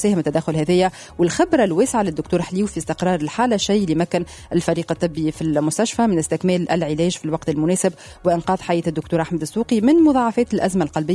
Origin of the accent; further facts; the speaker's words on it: Tunisia; عندنا في تونس